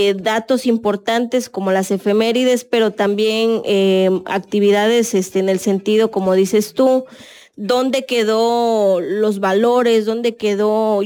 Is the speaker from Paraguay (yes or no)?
no; Chiapas, Mexico